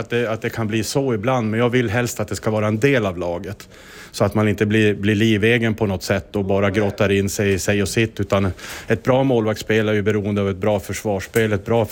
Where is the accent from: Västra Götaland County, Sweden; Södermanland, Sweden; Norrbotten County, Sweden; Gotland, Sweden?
Norrbotten County, Sweden; Boden; now in Timrå, Sweden; Och jag är ju från Boden från början, där det är mycket natur och skog och såna här grejer